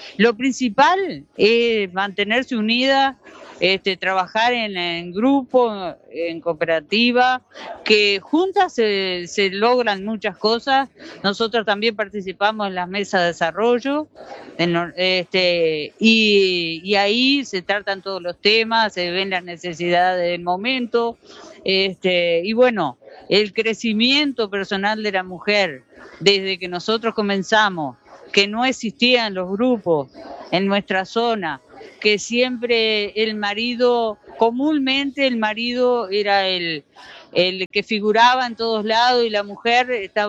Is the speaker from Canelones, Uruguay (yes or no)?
yes; Canelones, Uruguay; soy del noreste de Canelones, integro una cooperativa agraria, Cal Mañana